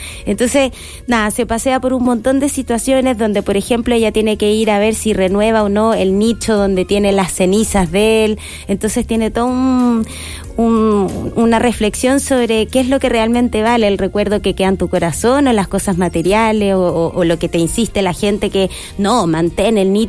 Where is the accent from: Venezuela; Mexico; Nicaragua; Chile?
Chile; y también, por qué no, de cómo somos los chilenos enfrentados a distintas situaciones.